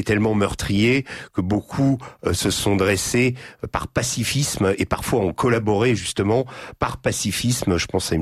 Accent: Normandy, France; born there; also born or lived in Brittany; Moi, j'ai grandi en Normandie, en Bretagne.

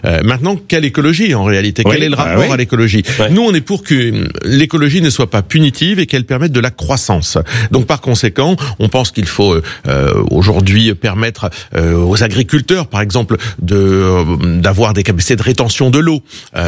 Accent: Hauts-de-France, France; born there; Je suis nordiste et picard de naissance.

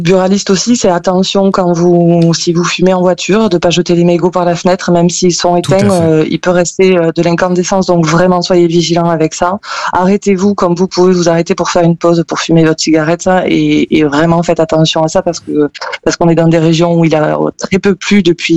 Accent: France; moved away as an adult; Oui, je suis native de Vaillourle, j'ai grandi ici. Alors après, j'ai travaillé ailleurs, mais je suis revenue aux sources.

